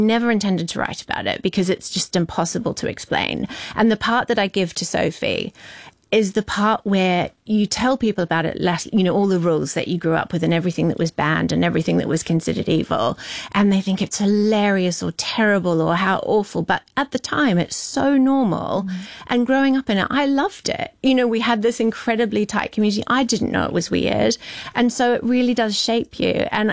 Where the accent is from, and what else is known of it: New Zealand; born or raised there